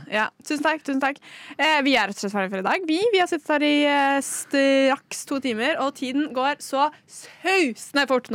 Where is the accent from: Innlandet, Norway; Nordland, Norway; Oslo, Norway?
Oslo, Norway; jeg er fra Oslo.